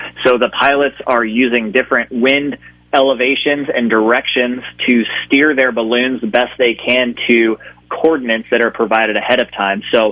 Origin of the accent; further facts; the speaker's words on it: Ashland, United States; Yeah, I am from Ashland